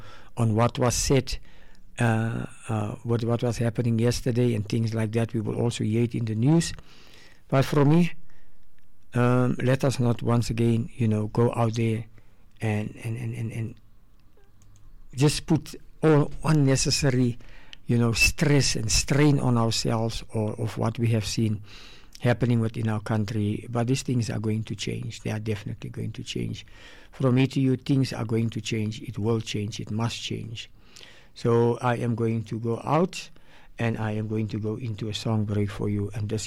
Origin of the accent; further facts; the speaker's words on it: South Africa; I am proud to be an African man because I'm South African and I'm an African man.